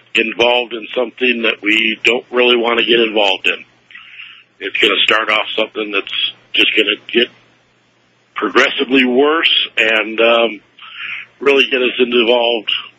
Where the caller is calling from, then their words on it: Oklahoma City, Oklahoma, United States; I'm calling out of Oklahoma City, listening on the XM system.